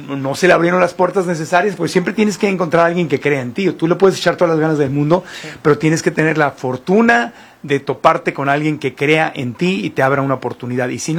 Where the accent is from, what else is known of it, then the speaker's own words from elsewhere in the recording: Tijuana, Baja California, Mexico; Porque yo me acuerdo, yo nací y crecí en Tijuana, le mando un abrazo con mucho cariño a la gente de Tijuana.